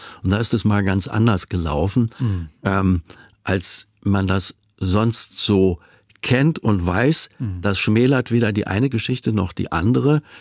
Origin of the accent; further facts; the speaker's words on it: Berlin, Germany; Ich selber bin als Kind in Berlin-Steglitz aufgewachsen und das ist eine ganz eigene Geschichte.